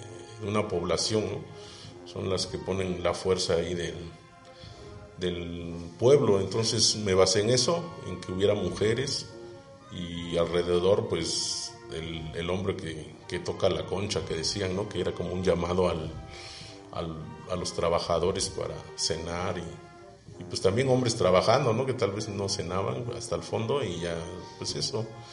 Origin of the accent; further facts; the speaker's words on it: Oaxaca, Mexico; La parte prehispánica que nos representa, pues, como jojeños o como oaxaqueños, ¿no?